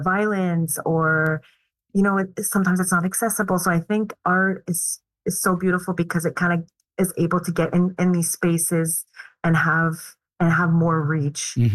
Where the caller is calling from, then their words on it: Montreal, Quebec, Canada; I'm speaking from Montreal.